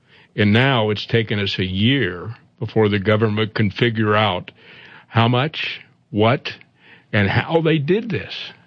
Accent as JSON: {"language": "English", "region": "Iowa", "country": "United States", "lives_now": "South Dakota, United States", "said": "It does give us a little wiggle room, and whether it's Nebraska, I'm from Iowa, and here we are together in South Dakota trying to help people."}